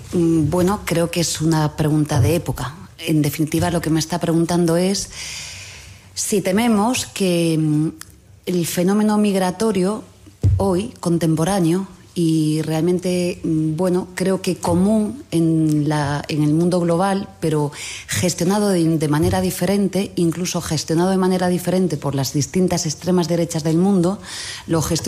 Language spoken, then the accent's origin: Spanish; Galicia, Spain; Y yo soy gallega.